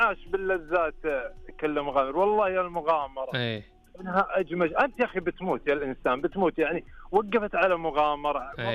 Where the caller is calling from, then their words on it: Khafji, Eastern Province, Saudi Arabia; انا من الخفجي طال عمرك.